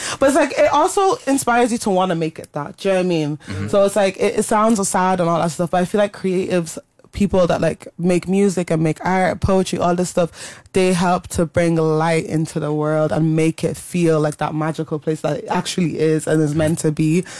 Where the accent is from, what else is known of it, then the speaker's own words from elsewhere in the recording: Ireland; I'm Irish. I'm Irish. I'm one of you.